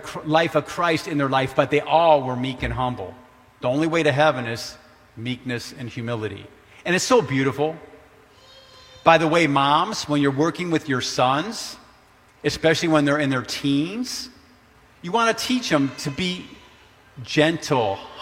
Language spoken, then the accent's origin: English; Detroit, Michigan, United States; but I grew up in Detroit. I like basketball.